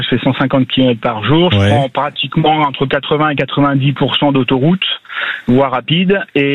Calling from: Annonay, Auvergne-Rhône-Alpes, France; Moi j'habite à Annonay, c'est dans l'Ardèche

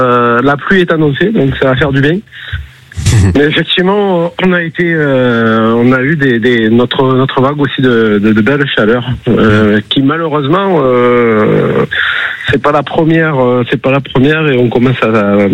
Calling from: Mallemort, Provence-Alpes-Côte d'Azur, France; De Malemort.

